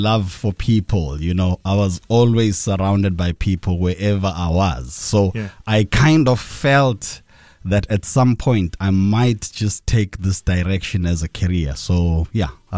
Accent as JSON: {"language": "English", "country": "Eswatini", "tie": "born or raised there", "moved": "yes", "lives_now": "Durban, South Africa", "said": "is in Durban for 32 years now, born and raised in Swaziland. Obviously, my grandparents were from Pongola, migrated to Swaziland."}